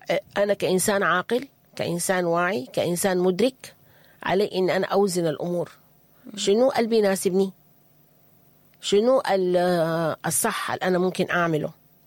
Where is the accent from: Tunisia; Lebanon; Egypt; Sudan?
Sudan; خلينا نكون واقعيين، الحصل معنا كسودانيين قاد الناس لنزوح ولهجرة ولحتة ممكن ما كنا عايشين فيها في الأول